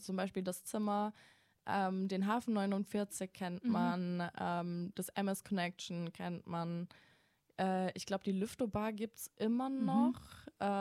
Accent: Mannheim, Baden-Württemberg, Germany; moved away as an adult; now in Stuttgart, Germany; ich komme ja ursprünglich aus Mannheim, wohne jetzt aber auch seit November hier in Stuttgart.

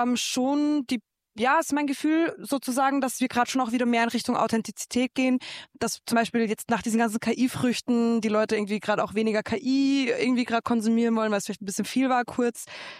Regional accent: Austria; accent: Austrian; in Deutschland wäre das gar nicht so leicht, weil man meinen österreichischen Dialekt noch so ganz leicht raushört.

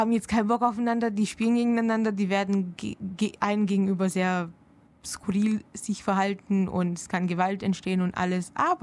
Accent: Heilbronn, Baden-Württemberg, Germany; ich komme ja ursprünglich aus Heilbronn und ich bin ja dort öfters, weil ich pendle zwischen Uni und zu Hause.

